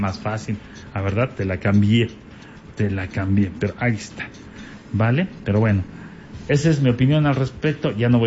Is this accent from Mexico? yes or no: yes; Mexico; si ganó y está bien, festejamos como mexicanos